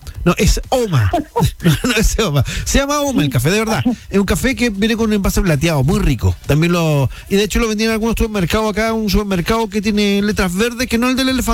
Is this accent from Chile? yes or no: yes; Chile